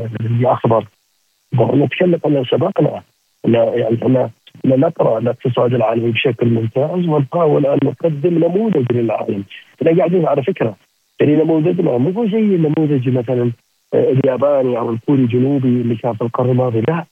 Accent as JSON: {"language": "Arabic", "country": "Saudi Arabia", "said": "حتى الرواتب تحسنت عندنا في المملكة العربية السعودية"}